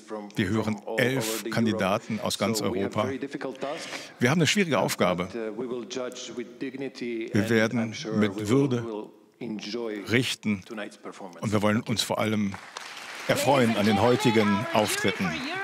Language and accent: German; Armenia; vor allem weil es in diesem Jahr in Armenien stattfindet, meine Heimat.